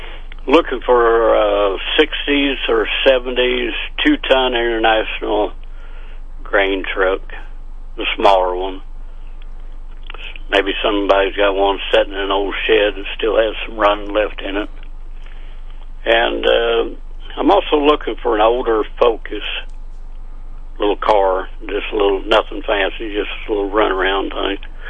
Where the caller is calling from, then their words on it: Marceline, Missouri, United States; Marceline.